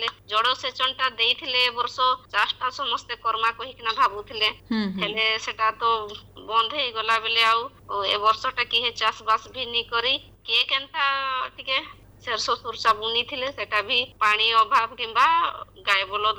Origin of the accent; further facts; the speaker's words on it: Line, Odisha, India; ଆମର ଗାଁ ନାଁ ହଉଛେ ଲାଇନ ଆଉ ବ୍ଲକଟା ହେଲା ରାଜଗାମପୁର।